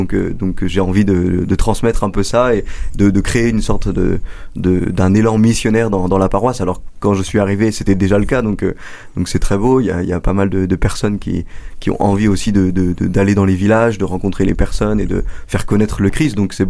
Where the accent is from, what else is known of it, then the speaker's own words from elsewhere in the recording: Compiègne, Hauts-de-France, France; Alors, moi, je suis originaire de Picardie, pas très très loin. Je viens de Compiègne.